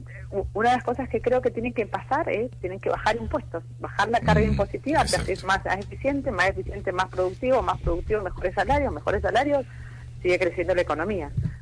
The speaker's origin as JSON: {"language": "Spanish", "country": "Argentina", "said": "lo que me parece que los argentinos no tenemos es ni paciencia ni memoria."}